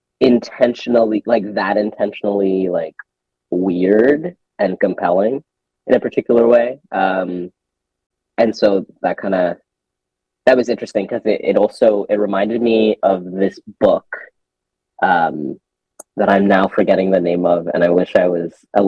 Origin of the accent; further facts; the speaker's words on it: Ghana; also born or lived in Lesotho; now in Toronto, Canada; I'm based in Toronto, Canada, and I'm originally from Ghana and Lesotho.